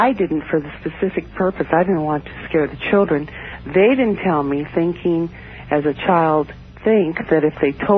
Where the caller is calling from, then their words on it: Alameda, California, United States; Morning, from Alameda, California, outside of San Francisco.